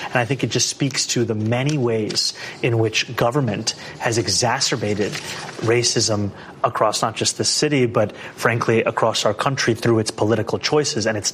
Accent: New York City, New York, United States; I have an advantage in that we are both from New York City, and we share a love of the city

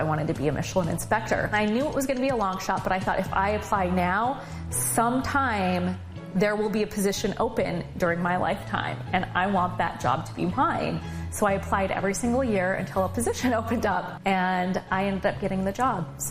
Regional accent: Beulah, North Dakota, United States; I grew up in Beulah, North Dakota, and there was not a lot to do.

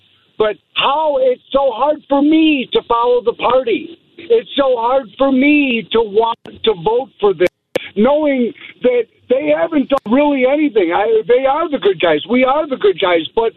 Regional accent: Chicago, Illinois, United States; I went to Steinmetz, and I grew up around the Harlem and Irving Plaza.

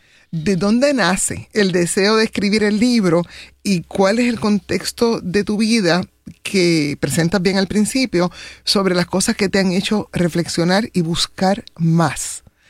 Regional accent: Caguas, Puerto Rico; also born or lived in Cidra; Yo me crié en Caguas, pero soy de Sidra

